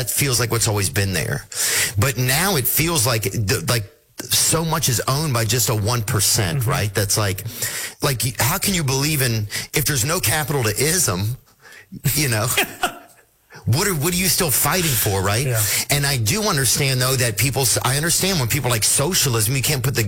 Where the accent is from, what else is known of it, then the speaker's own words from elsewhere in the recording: United States; as a American person